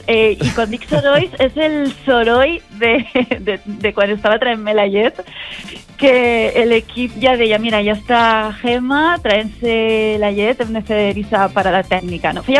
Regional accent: Alcoy, Valencian Community, Spain; jo soc alcoiana

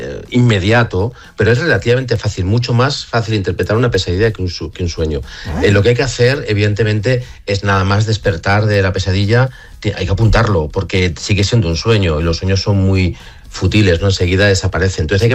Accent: Madrid, Community of Madrid, Spain; para mí, que soy de Madrid, soy del centro, soy de Secano, pues yo, en mi caso, por ejemplo, a mí el mar me da miedo.

